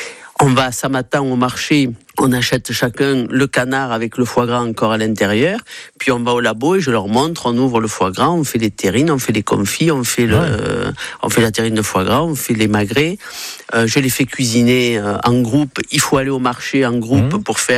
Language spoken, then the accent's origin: French; Gascony, France; Quand j'étais jeune en Gascogne, c'était vraiment l'entreprise du coin ouais.